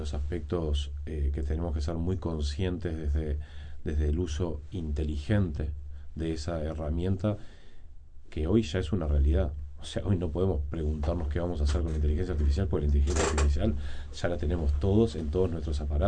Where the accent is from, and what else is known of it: Uruguay